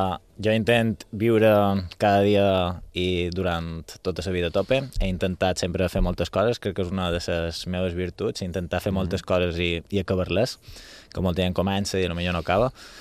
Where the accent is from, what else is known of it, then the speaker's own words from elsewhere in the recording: Llucmajor, Balearic Islands, Spain; sóc de Llucmajor, no de Palma